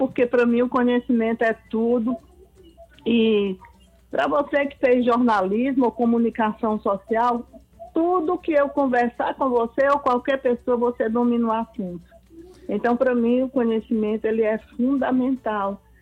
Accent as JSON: {"language": "Portuguese", "region": "Ceará", "country": "Brazil", "tie": "born there", "also_born_or_lived": "Santa Brígida, Bahia", "lives_now": "Maranguape, Brazil", "said": "Viemos embora para o Ceará, num pau de arara, eu ainda era pequenininha, que meu pai veio a trabalho. E aqui nós ficamos"}